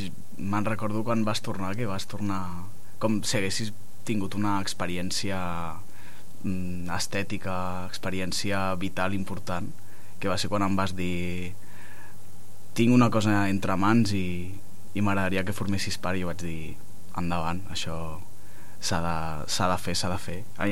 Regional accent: Sabadell, Catalonia, Spain; now in Castellar del Vallès, Spain; Soc de Sabadell, però visc a Castellà.

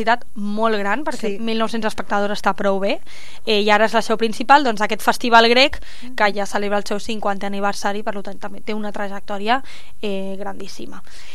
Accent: Catalonia, Spain; com a bona catalana que sóc

